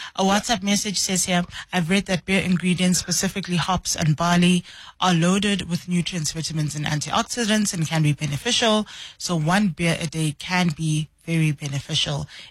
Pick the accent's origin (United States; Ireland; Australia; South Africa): South Africa